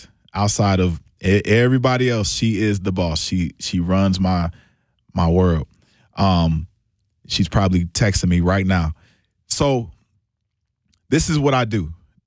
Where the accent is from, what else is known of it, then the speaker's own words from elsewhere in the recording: Milwaukee, Wisconsin, United States; born there; I was born here in Milwaukee. Not going to say the year, but born to two wonderful parents.